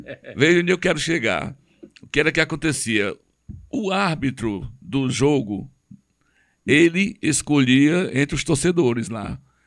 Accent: Pirambu, Ceará, Brazil; quando eu era menino lá no Pirambu, menino rei do buchão, tempo de futebol de poeira

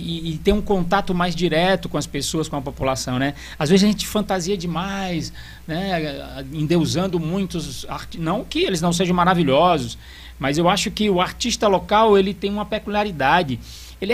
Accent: Pacajus, Ceará, Brazil; born there; Nasci em Pacajus.

